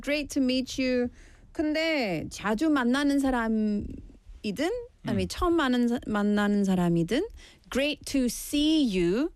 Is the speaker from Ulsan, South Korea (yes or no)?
no; Busan, South Korea; accent: Busan dialect; 우리는 뭐 부산 사투리 할 때